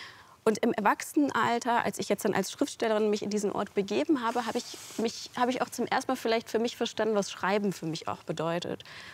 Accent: Cologne, North Rhine-Westphalia, Germany; Ich bin ja in Köln-Kalk aufgewachsen und dieser Ort hatte für mich früher eine sehr auch soghafte Wirkung, also auch eine beklemmende Wirkung. Das war ja viel eben Industriewüste

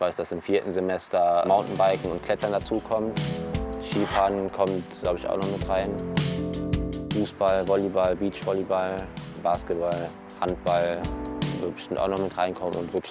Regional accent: North Rhine-Westphalia, Germany; moved away as an adult; Also ich komme ja quasi aus der Nähe von Köln.

